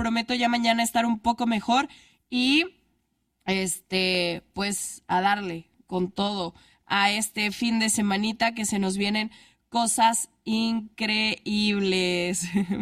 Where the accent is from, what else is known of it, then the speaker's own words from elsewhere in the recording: Mexico; born there; Amo mucho México. Yo nací en México. Me enorgullece ser mexicana.